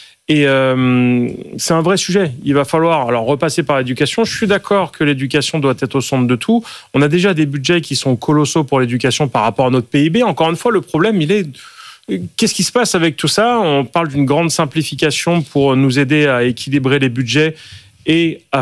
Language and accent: French; Sarcelles, Île-de-France, France; also born or lived in Cergy-Pontoise; Moi, j'ai grandi là-bas, à Sarcelles, puis Cergy-Pontoise.